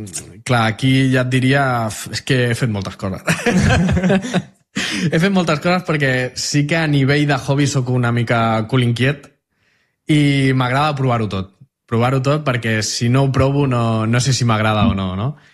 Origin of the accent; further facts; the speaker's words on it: Maçanet de la Selva, Catalonia, Spain; A part, jo sóc de Massanet.